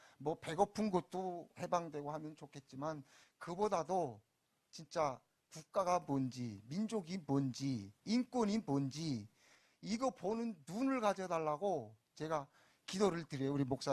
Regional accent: North Korea; now in South Korea; 저는 그게 탈북자로서 제일 가슴이 아픕니다.

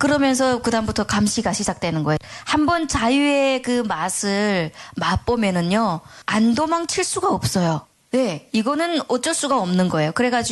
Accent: North Korea; now in South Korea; 저는 북한에서 왔잖아요.

